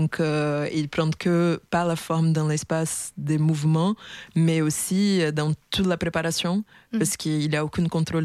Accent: Rio de Janeiro, Brazil; c'est un voyage d'exploration qui est arrivé chez moi, à Rio de Janeiro.

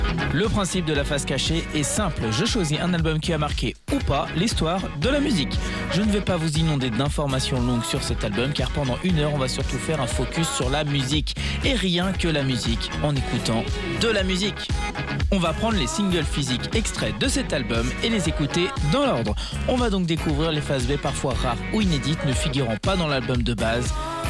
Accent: France; on rentre chez nous, on va aller en France

